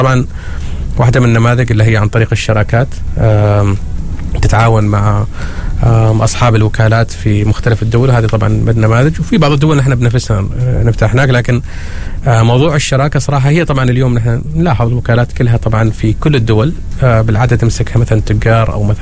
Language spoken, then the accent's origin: Arabic; Oman; ونحن كشباب عمانيين وك فكر او تقول شباب عمانيين بس مع فكر عالمي